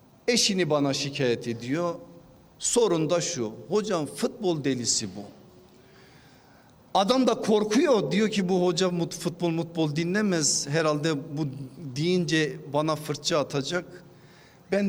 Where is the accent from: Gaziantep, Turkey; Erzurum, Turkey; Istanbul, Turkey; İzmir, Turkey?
Erzurum, Turkey; Şimdi ben o evliliğe aman Trakyalıdır, ben Erzurumluyum, olmaz mı olmaz diye karşı çıkacak bir halim yok.